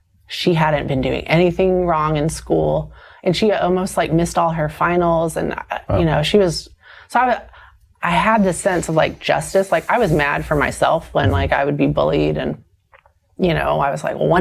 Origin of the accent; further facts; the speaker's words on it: the South, United States; You're just growing up in the South, it was man, we're praying for those Catholics.